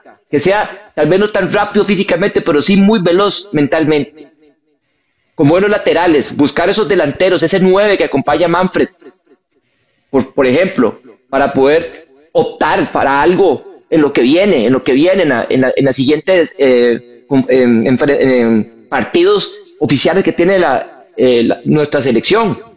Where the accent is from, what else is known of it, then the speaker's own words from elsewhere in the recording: Costa Rica; eso lo digo como costarricense